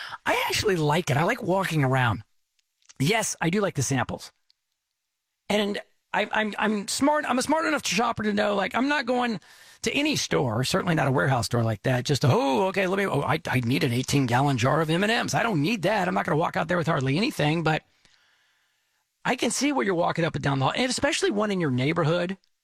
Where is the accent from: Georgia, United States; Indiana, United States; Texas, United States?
Texas, United States; Dallas; I'm from Dallas. I grew up in Dallas. And back in Dallas, I was late teenagers when this was hot.